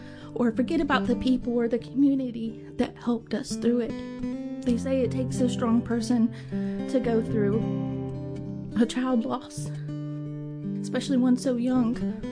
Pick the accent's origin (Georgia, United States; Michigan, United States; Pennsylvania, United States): Georgia, United States; Richmond Hill; I am from Richmond Hill, Georgia